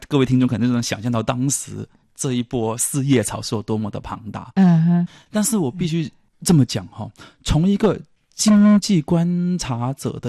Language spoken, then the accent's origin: Chinese; Guangdong, China; born there; 因为我出生在广东嘛